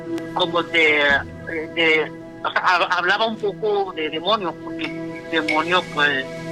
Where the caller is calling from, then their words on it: Buenavista Tomatlán, Michoacán, Mexico; De acá, de Michoacán, de Buenavista, Tomatlán, Michoacán.